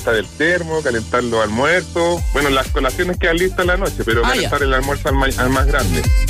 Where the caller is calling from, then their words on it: Pudahuel, Santiago Metropolitan Region, Chile; Porque yo vivo en Pudahuel